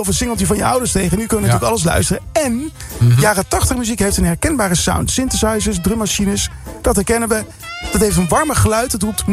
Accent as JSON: {"language": "Dutch", "country": "Netherlands", "said": "Het is gratis, hè? We zijn toch Nederlanders."}